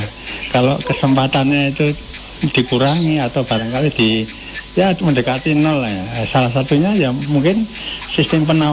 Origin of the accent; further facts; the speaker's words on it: Java, Indonesia; Jadi kalau istilah saya itu sebagai orang Jawa ya